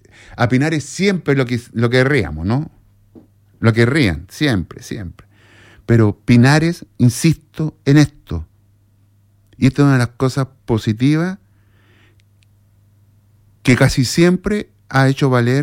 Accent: Iquique, Tarapacá, Chile; now in Santiago, Chile; un orgullo, pero allá en Iquique, aquí en Santiago, es difícil. Siempre me preguntan de qué equipo soy yo, siempre iquiqueño de corazón.

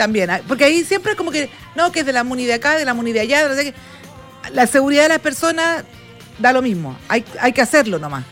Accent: Chile; Somos trabajadores los chilenos

